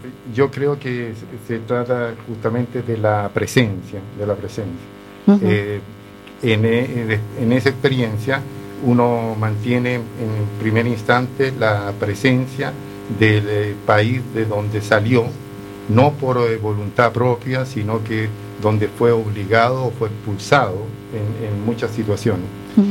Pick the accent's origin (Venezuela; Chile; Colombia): Chile; moved away as an adult; now in Italy; Sí, yo llegué a Italia solo. O sea, yo salí de Chile a través de la embajada italiana en Santiago.